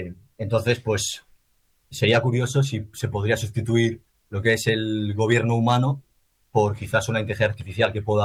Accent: Galicia, Spain; yo soy de Galicia

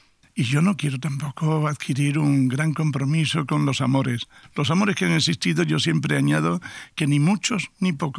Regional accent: Madrid, Community of Madrid, Spain; moved away as an adult; also born or lived in San Roque, Cádiz; now in Benidorm, Spain; yo nací en San Roque, en Cádiz. Posteriormente, de chiquito, llegué a Madrid. Y allí he estado pues prácticamente toda mi vida, hasta que los 4 años que llevo viviendo aquí en Benidorm.

